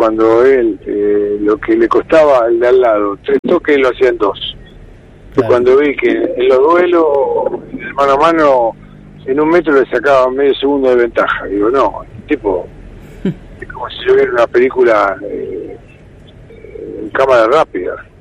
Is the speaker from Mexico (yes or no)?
no; Argentina; somos argentinos.